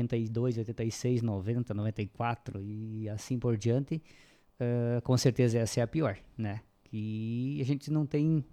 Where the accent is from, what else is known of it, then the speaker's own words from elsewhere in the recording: Brazil; Sou brasileiro, vou torcer sempre pro meu país.